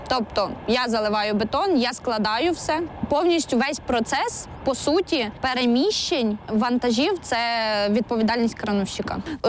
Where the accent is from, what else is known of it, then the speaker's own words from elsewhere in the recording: Rivne Oblast, Ukraine; now in Lviv, Ukraine; Я з Рівненської області, і в нас там не сильно багато кранів. Точніше, 2 на все Рівне раніше було. І я, коли переїхала в Львів